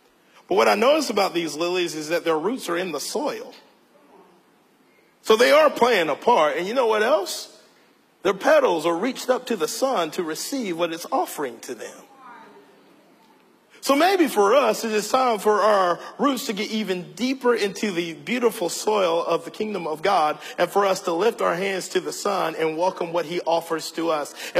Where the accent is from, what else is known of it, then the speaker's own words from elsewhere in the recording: the South, United States; Y'all, I'm from the South. When I think about a rocking chair, I'm thinking about Cracker Barrel, y'all.